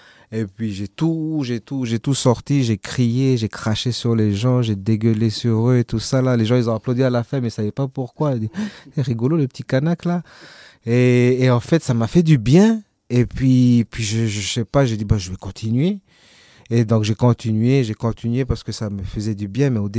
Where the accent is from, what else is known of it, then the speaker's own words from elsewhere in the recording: Lifou, Loyalty Islands Province, New Caledonia; moi j'ai grandi à l'Ifou, je parle pas le l'Ifou